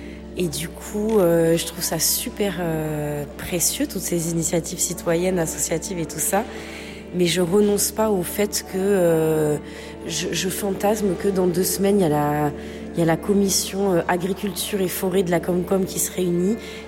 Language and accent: French; Auvergne-Rhône-Alpes, France; Oui, j'ai grandi dans le Diwa.